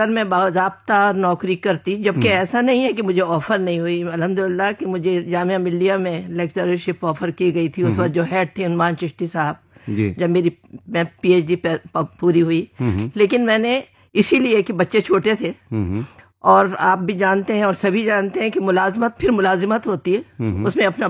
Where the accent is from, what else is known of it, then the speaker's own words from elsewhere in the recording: Jaipur, Rajasthan, India; میری پیدائش اور پرورش اور ابتدائی تعلیم سب راجستھان کے گلابی شہر راجدھانی جے پور میں ہوئی۔